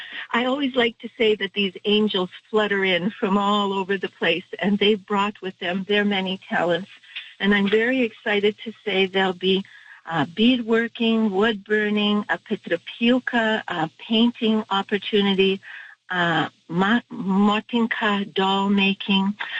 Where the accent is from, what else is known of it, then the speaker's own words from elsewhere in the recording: Regina, Saskatchewan, Canada; born there; now in Winnipeg, Canada; I was born in Regina, so I moved to Winnipeg to dance with Rusalka, Ukrainian dancers.